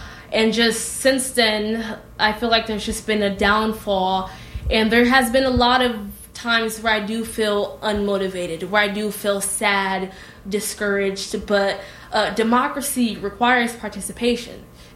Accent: Kentwood, Michigan, United States; I am from Michigan State University. I was born and raised in Kentwood or Grand Rapids area of Michigan

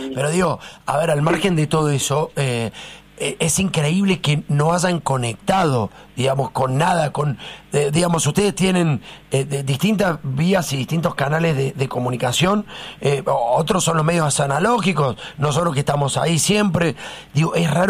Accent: Córdoba, Argentina; moved away; yo soy de Córdoba, no tenemos mucho paso a nivel, no pasa el tren comúnmente

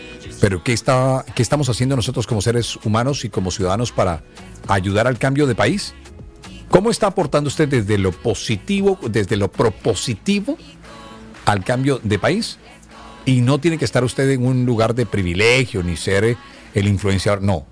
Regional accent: Colombia; fortalecernos como colombianos

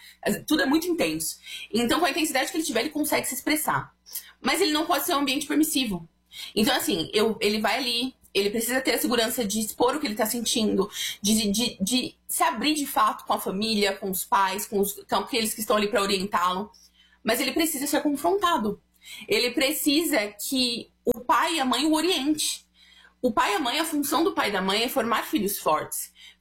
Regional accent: São Paulo, Brazil; Eu nunca fui para Curitiba, sou de São Paulo

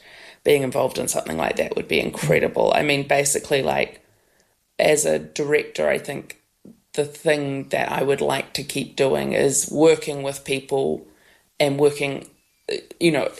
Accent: New Zealand; maybe through my nature of being a New Zealander or something

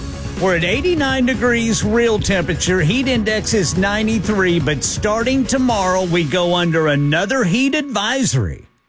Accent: Oklahoma, United States; also born or lived in Texas; I mean, I remember growing up in Oklahoma and Texas, we always had a family reunion right there.

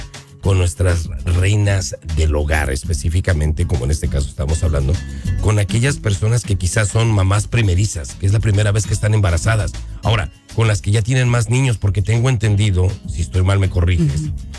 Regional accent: Mexico; nosotros como mexicanos tenemos ese título de que somos muy machistas.

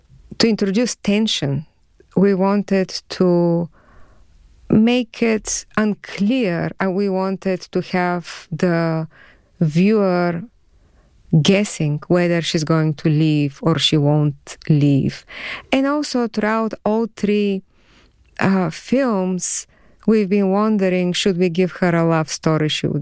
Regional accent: Bulgaria; English is a second language; moved away; I've lived here more than the time that I've lived in Bulgaria. I don't hear my accent.

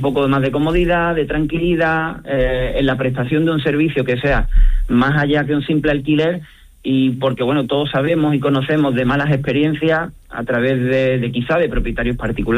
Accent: Cádiz, Andalusia, Spain; moved away as an adult; now in Seville, Spain; yo soy de Cádiz, con lo cual yo me encontré y estudié aquí, ¿no?, en la Pablo de la Vide

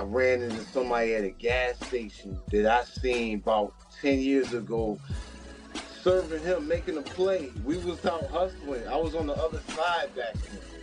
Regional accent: Virginia, United States; You know, shout out to everybody in Virginia. That's my hometown. That's where I'm from.

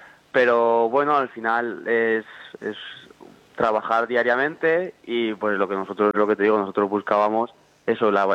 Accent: Cocentaina, Valencian Community, Spain; now in Alcoy, Spain; yo soy de Cocentaina. De concentrar y sí, yo estoy en Alcoy y a ver, es casi lo mismo, es decir, lo hago casi todo allí, es decir, estudio allí, juego a hockey allí.

